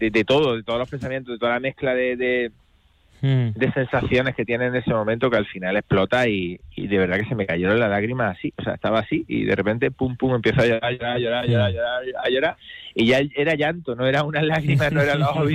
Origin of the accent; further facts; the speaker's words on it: Córdoba, Andalusia, Spain; now in Seville, Spain; Me dice, ¿estás sevillanizado? No. Soy de Córdoba. Y entonces yo soy muy, muy, muy cordobés y lo llevo con orgullo y muy del Córdoba.